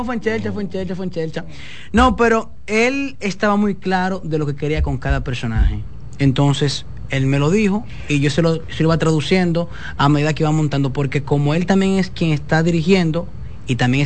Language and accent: Spanish; Dominican Republic